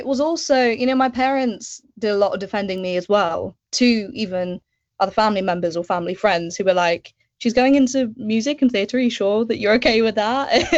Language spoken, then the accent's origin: English; Aylesbury, South East England, United Kingdom; moved away as an adult; also born or lived in Scotland; growing up in Aylesbury, then going to Scotland